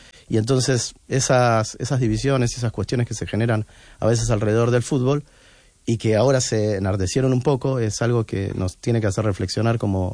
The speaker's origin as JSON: {"language": "Spanish", "country": "Argentina", "moved": "as an adult", "lives_now": "Galicia, Spain", "said": "Yo soy argentino."}